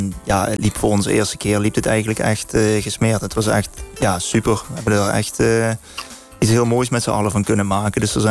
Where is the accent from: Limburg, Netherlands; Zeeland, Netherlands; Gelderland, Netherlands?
Limburg, Netherlands; Heerlen; Ik ben 25 jaar, kom uit Heerlen.